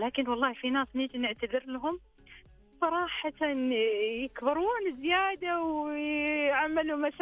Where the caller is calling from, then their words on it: Jordan; أنا أردنية.